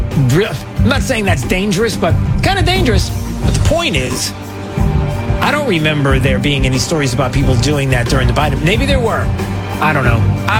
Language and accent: English; New York, United States; I grew up in New York.